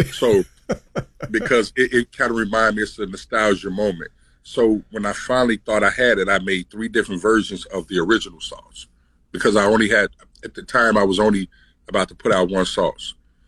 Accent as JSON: {"language": "English", "town": "Chicago", "region": "Illinois", "country": "United States", "tie": "born or raised there", "said": "I'm from Chicago. I'm originally born in Chicago, born and raised in Chicago."}